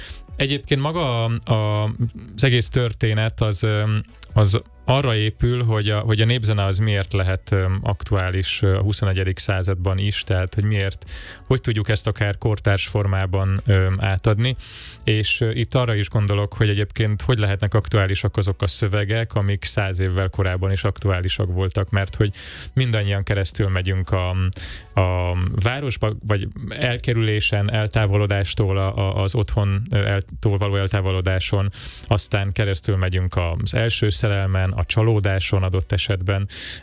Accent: Zala, Hungary; Novan Lentitől 10 kilométerre töltöttem a gyerekkorom, Lentibe jártam általános iskolába

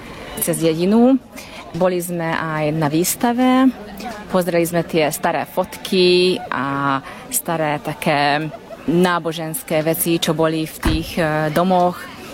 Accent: Vanyarc, Nógrád, Hungary; Ja som z Veniarcu, z Novohradskej župy.

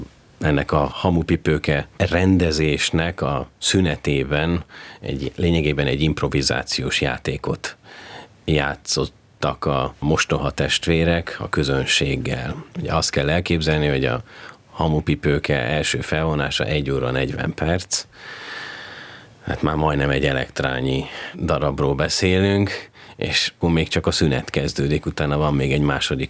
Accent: Budapest, Hungary; én 2019 óta vezényelek abban a színházban, amelyben én fölnőttem, hiszen mindkét szülőm ott dolgozott, édesapám ott volt karmester, édesanyám a kórusban ott énekelt. Talán nem nagy képűség azt mondani, hogy én haza jövök a Magyar Állami Operaházban

